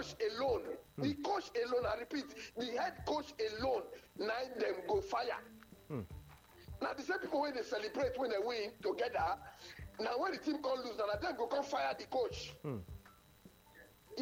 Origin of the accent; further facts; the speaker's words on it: Nigeria; I don't be from Mali, I don't be from France. I be Nigerian man.